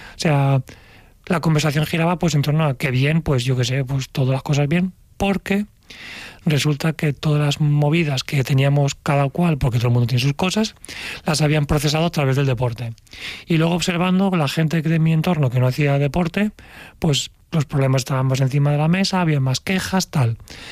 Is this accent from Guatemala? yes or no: no; Valencia, Valencian Community, Spain